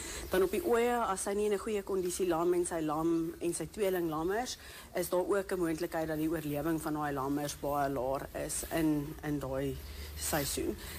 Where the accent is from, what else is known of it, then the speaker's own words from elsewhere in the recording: Pretoria, Gauteng, South Africa; Nee, so Karen, ek kom van Pretoria af. Ek is gebore en getoe daar, al my universiteitsloopbaan, alles het ek daar gedoen.